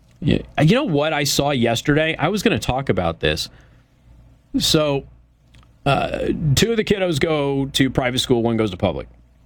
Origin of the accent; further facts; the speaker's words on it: Las Vegas, Nevada, United States; Now, I come from Las Vegas. I run into this stuff a lot.